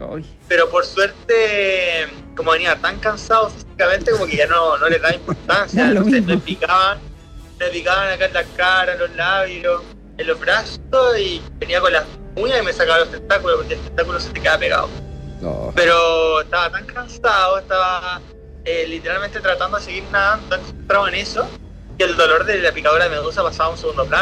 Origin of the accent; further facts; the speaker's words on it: Chile; ahora soy el latinoamericano más joven en completarlo. Primer hombre chileno también que lo completa